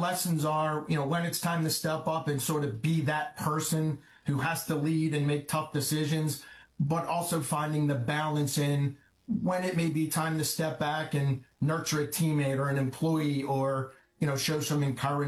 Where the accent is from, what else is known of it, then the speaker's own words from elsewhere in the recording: Pennsylvania, United States; I'm from a small neighborhood just outside of Philadelphia, blue-collar neighborhood. I am the oldest of three.